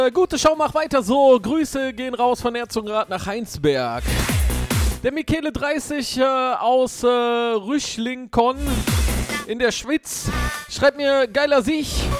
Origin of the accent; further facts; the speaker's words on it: Netherlands; Ich bin Holländer. Nix sprechen diese Schweizerdeutsch. Ich bin froh, dass ich zwei Worte Österreichisch kann.